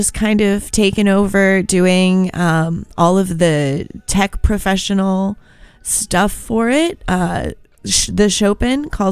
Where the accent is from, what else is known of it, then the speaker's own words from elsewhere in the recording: Pittsburgh, Pennsylvania, United States; now in Chicago, United States; I'm from Pittsburgh.